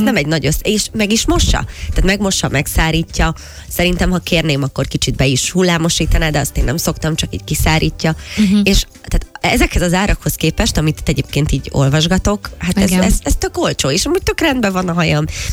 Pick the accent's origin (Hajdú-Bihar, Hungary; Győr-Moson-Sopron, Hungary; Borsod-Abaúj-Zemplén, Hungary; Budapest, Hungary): Budapest, Hungary; born there; ugye én ott születtem a 18. kerületben